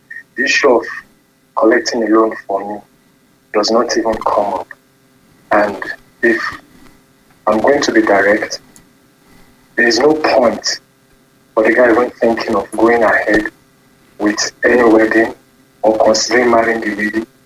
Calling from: Felele, Oyo, Nigeria; from Felene.

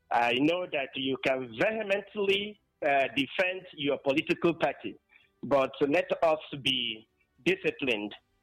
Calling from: Borno, Nigeria; I'm calling in from Akeza, Borno State.

